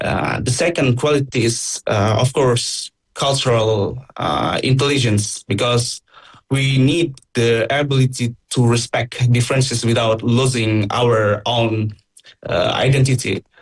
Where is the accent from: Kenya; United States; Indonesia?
Indonesia; English is a second language; So yeah, when people discovered that I came from Indonesia, they often ask about our culture, of course, and our religions, our languages.